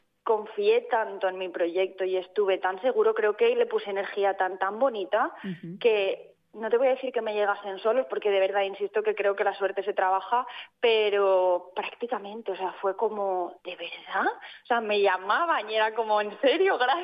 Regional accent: Pedralba, Valencian Community, Spain; moved away; el domingo 10 llegué a Pedralba, que como te digo es mi pueblo

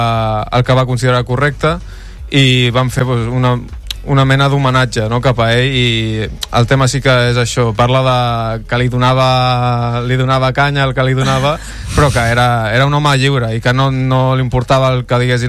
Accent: Vilafant, Catalonia, Spain; Jo sóc el més gran, que tinc 20, i sóc de Vilafant.

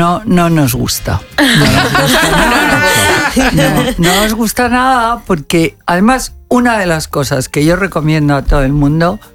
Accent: Spain; ¿cómo no lo voy a ver si soy española a muerte? A muerte contra los argentinos.

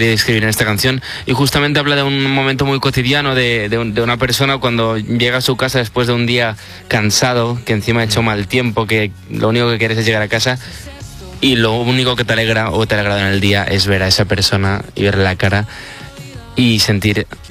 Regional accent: Barcelona, Catalonia, Spain; yo soy un chico de Barcelona

